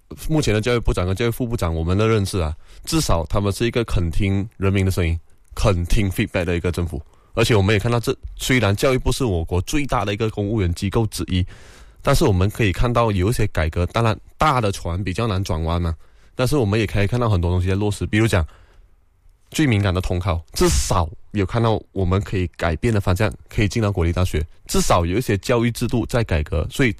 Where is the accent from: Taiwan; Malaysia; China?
Malaysia